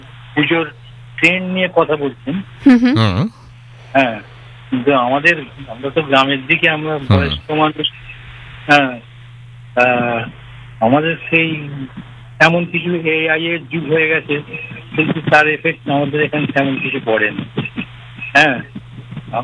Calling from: West Bengal, India; টাঙ্গিপাড়া হুগলি থেকে বলছি।

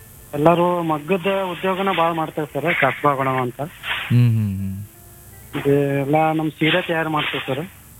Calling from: Belagavi, Karnataka, India; ಬೆಳಗಾವಲ್ಲಿ ಕಾಸಬಾಗ ಅಂತ ಬರುತ್ತೆ ಸರ್.

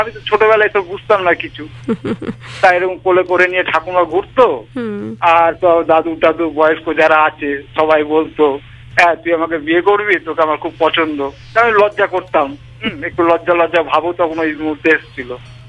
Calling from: Barajaguli, West Bengal, India; আমি হরিণঘাটার বড়জাগুলি জেলা নদিয়া থেকে

